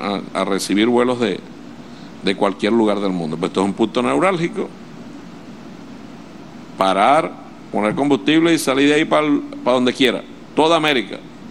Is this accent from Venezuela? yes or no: yes; Venezuela